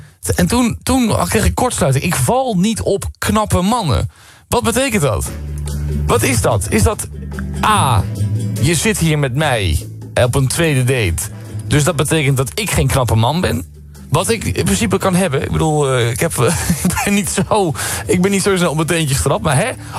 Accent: Utrecht, Netherlands; Zelf kom ik uit Utrecht.

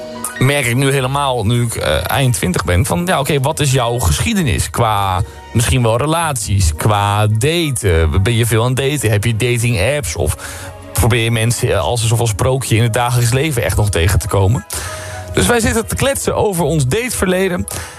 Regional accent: Utrecht, Netherlands; Zelf kom ik uit Utrecht.

